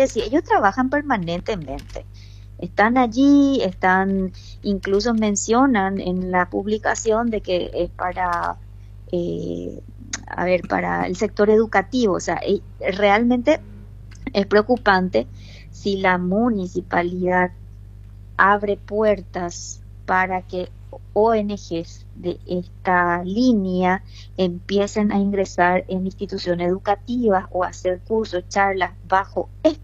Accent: Paraguay; nosotros como paraguayos

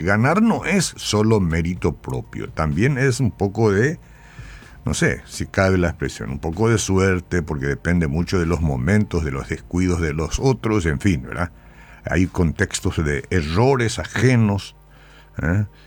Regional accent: Paraguay; El marcador es un dato, no una sentencia sobre quiénes somos nosotros los paraguayos.

